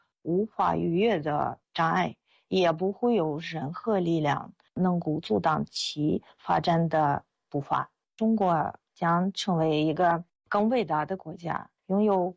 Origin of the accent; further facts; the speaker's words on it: Russia; Chinese is a second language; now in China; 我是俄罗斯人，我在中国生活了25年，现在在党史研究院做翻译工作。